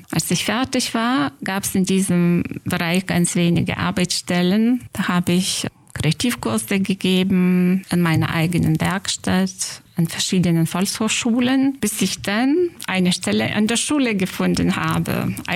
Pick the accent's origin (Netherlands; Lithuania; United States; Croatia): Lithuania; now in Germany; Ich komme aus Litauen und bin schon ziemlich lange da, seit 32 Jahren.